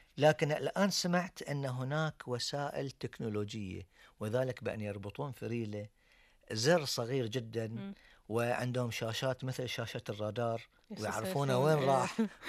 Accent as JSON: {"language": "Arabic", "country": "Bahrain", "said": "عندنا في البحرين"}